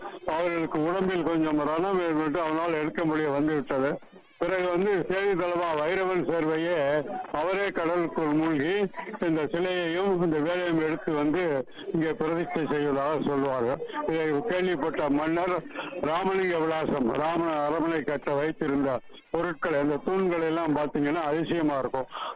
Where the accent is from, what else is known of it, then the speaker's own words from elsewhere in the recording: Thiruparankundram, Tamil Nadu, India; திருப்பரங்குன்றத்துல இருந்து வரேன்.